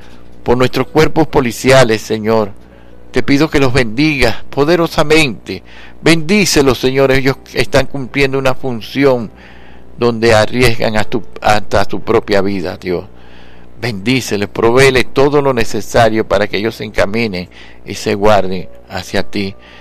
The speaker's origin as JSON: {"language": "Spanish", "country": "Venezuela"}